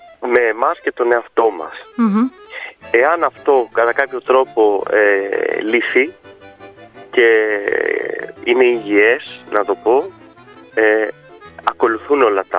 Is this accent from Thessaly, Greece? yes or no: yes; Volos, Thessaly, Greece; also born or lived in South Pelion; now in Athens, Greece; Ακριβώς, γεννήθηκα στο Βόλο, στη Νέα Ιωνία, με καταγωγή από το Πήλιο, από το Νότιο Πήλιο.